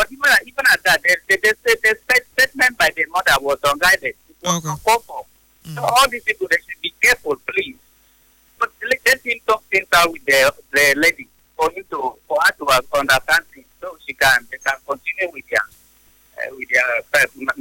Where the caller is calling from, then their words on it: Tanzania; I'm calling from Tanzania.